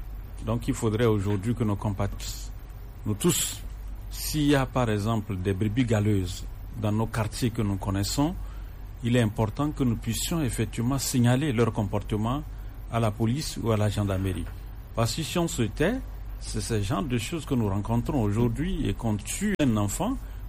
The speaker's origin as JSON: {"language": "French", "country": "Togo", "said": "nous sommes Togolais"}